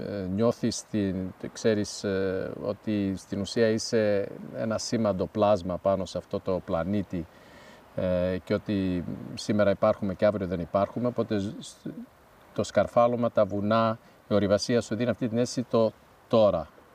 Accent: Australia; now in Greece; Εγώ γεννήθηκα, μεγάλωσα στην Αυστραλία.

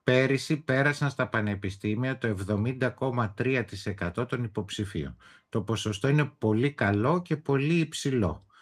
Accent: Athens, Attica, Greece; moved away as an adult; also born or lived in Thessaloniki; Επειδή και εγώ κάποτε έφυγα από την Αθήνα και πήγα στη Θεσσαλονίκη για να σπουδάσω

